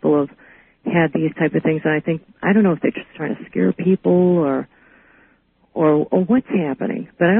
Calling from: New York, United States; Hi, I'm calling from New York.

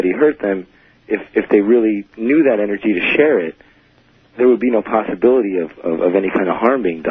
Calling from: San Diego, California, United States; I'm calling from San Diego

